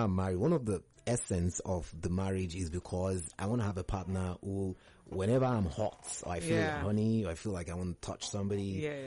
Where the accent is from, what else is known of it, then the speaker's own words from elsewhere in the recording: Anambra, Nigeria; I'm from Anambra State.